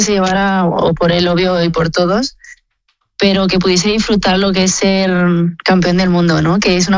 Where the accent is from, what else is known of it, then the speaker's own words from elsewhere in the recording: Community of Madrid, Spain; no soy de Cipozuelos, pero al final sigue siendo Madrid y sigo siendo madrileña